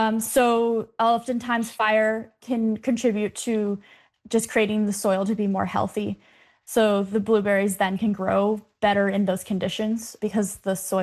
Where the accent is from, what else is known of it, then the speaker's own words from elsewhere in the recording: Ontario, Canada; I grew up on Georgian Bay and I've always been connected to land.